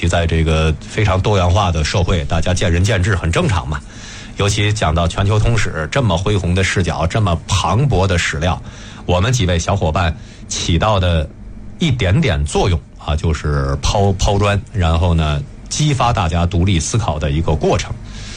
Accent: China; 但是我们都是炎黄子孙，对吧？那我们有我们共同的，比方说像这个孔夫子、孔庙等等，这是我们中国人的。

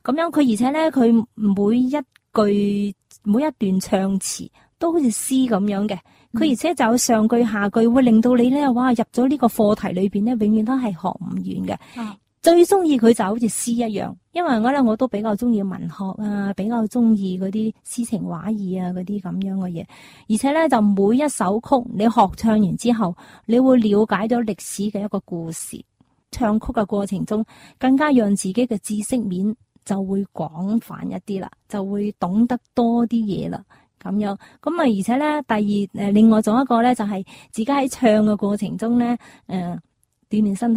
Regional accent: Guangzhou, Guangdong, China; 我自己身为系广州人，系广府嘅，即系饮住珠江水长大啦，

